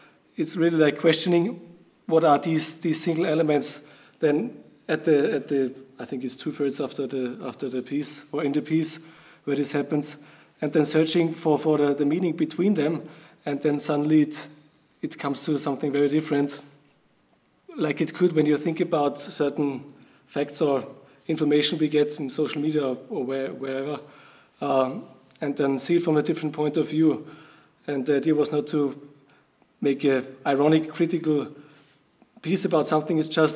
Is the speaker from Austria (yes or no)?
yes; Salzburg, Austria; I come from Salzburg.